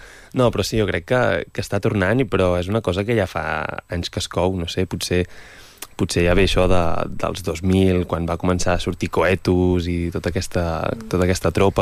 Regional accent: Cassà de la Selva, Catalonia, Spain; now in Barcelona, Spain; I jo de Cassà de la Selva, Girona.

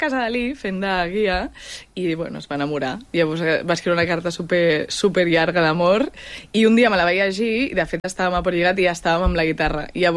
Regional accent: Begues, Catalonia, Spain; No, és que està com just al costat del Garraf.

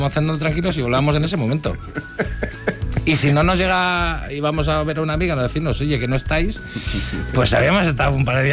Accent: Spain; somos españoles.

